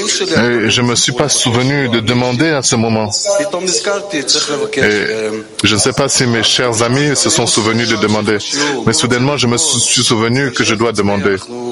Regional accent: England, United Kingdom; French is a second language; Je suis de l'Angleterre, mais je vais poser la question en hébreu.

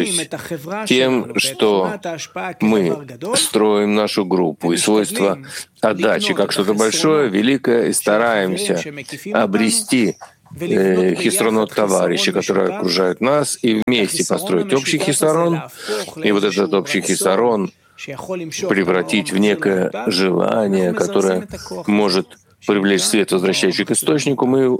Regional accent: Latvia; Допустим, я из Латвии, да.

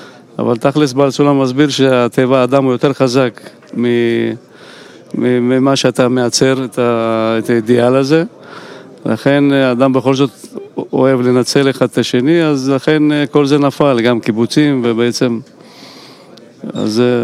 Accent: Russia; now in Israel; רב מביא דוגמה יפה של רוסיה, שאני גדלתי בה. היה חלום, מלמדים אותנו בבית ספר עוד

